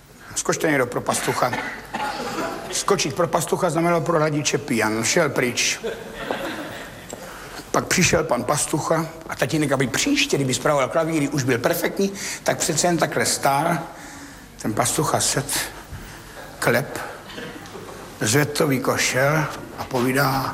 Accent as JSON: {"language": "Czech", "town": "Ivančice", "region": "South Moravian Region", "country": "Czechia", "said": "já jsem z Ivančic"}